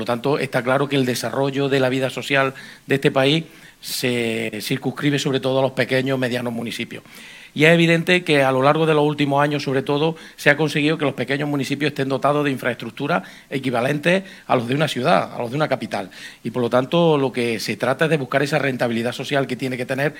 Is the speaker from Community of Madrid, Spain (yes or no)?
no; Marmolejo, Andalusia, Spain; Marmolejo, en el caso de mi pueblo, es un sitio donde hay oportunidades en todos los sentidos